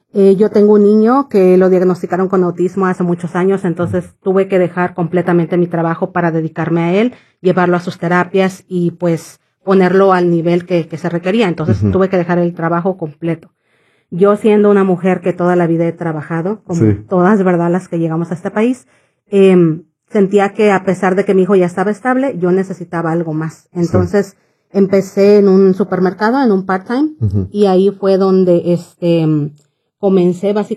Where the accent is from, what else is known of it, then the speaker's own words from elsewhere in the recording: Tonatico, State of Mexico, Mexico; now in Waukegan, United States; yo soy de México, del Estado de México, un, sí, lugar que se llama Tonatico.